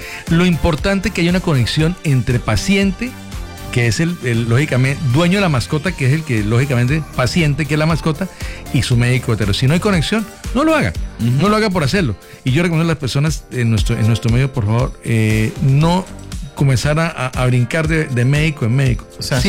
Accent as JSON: {"language": "Spanish", "town": "Cúcuta", "region": "Norte de Santander", "country": "Colombia", "tie": "born or raised there", "also_born_or_lived": "Bogotá", "said": "crecí, nací en un barrio muy común, que es el barrio San Miguel. Muy común, me crié en el barrio, en otro barrio, luego me fui para Bogotá, estudié, regresé a mi ciudad. Amo y adoro mi ciudad. Es la ciudad más linda que conozco, y yo conozco casi todo Colombia, pero yo no cambio mi Cúcuta por nada de este mundo."}